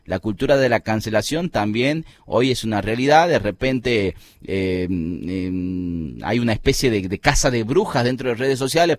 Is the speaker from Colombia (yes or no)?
no; Argentina